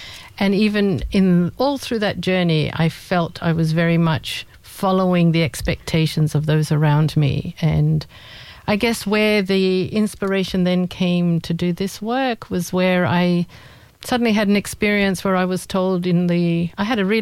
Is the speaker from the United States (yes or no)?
no; Kenya; moved away as an adult; now in Australia; I was born in Kenya, of parents Indian Persian background, and grew up there in a fairly, you know, safe and comfortable place.